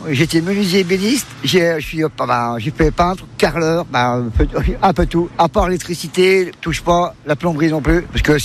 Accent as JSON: {"language": "French", "town": "Saint-Palais", "country": "France", "said": "Bonjour, je suis de Saint-Palais, j'ai 59 ans."}